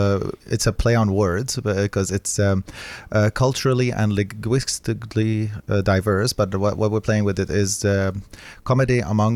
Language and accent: English; Aleppo, Aleppo Governorate, Syria; moved away; I'm from Aleppo, Syria, and I was there during the war